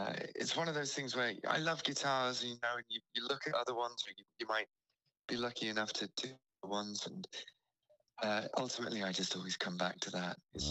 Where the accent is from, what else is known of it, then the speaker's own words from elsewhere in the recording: Isle of Man; growing up on the Isle of Man